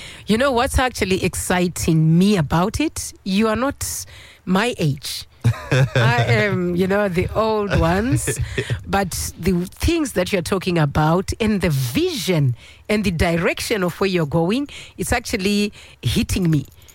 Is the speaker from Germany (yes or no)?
no; Zimbabwe; from my country, I'm from Zimbabwe.